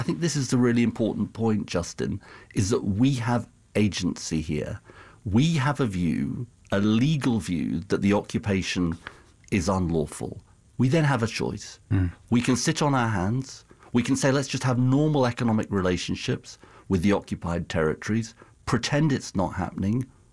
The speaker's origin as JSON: {"language": "English", "country": "United Kingdom", "said": "in as a British Jew, and the reason we took the action"}